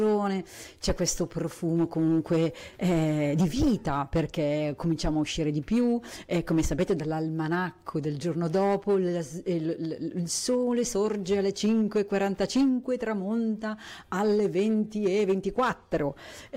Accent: northern Italy, Italy; anch'io che sono una polentona, non mi va più di mettermi a cucinare alle 7

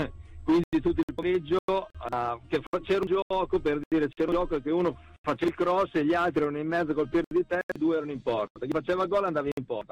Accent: Crespellano, Emilia-Romagna, Italy; del mio paese, di Crespellano, che era appunto la società, il paese dove vivevo

